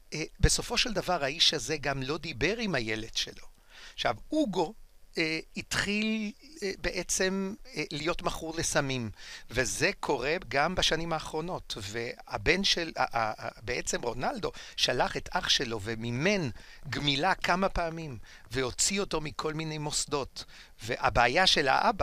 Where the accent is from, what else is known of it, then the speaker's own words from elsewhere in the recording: Porto, Norte, Portugal; now in Israel; בפורטו, בעיר מולדתי.